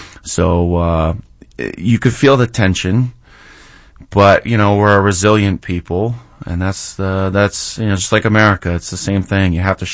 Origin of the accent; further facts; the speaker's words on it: Rochester, New York, United States; Now, I have family in New York City and in Rochester, New York, where I grew up in Rochester.